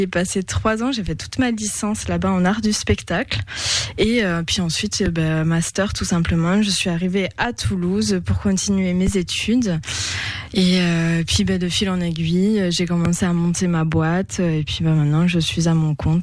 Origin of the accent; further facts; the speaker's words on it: French Polynesia; now in France; toute mon enfance en Polynésie